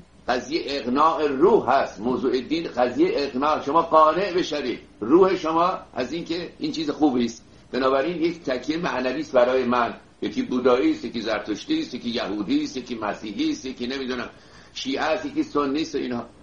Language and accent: Persian; Iran; moved away; چون 35 سال پیش ما از ایران آمدیم بیرون که چنین دانشگاهی ما نداشتیم